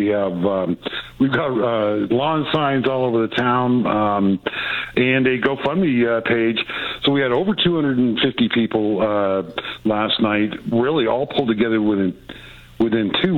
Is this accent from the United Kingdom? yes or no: no; Ontario, Canada; I mean, I grew up in the Niagara Peninsula. I still call it the fruit belt.